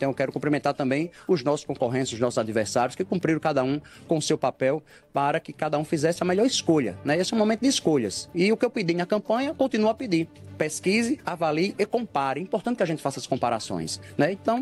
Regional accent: Guarabira, Paraíba, Brazil; a minha cidade, de Guarabira

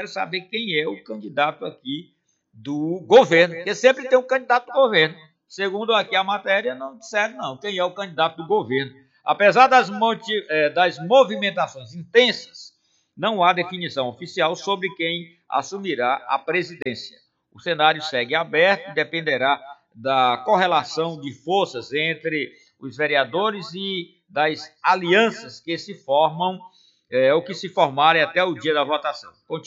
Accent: Northeast Region, Brazil; E eu sou nordestino. Nasci e continuo morando no Nordeste.

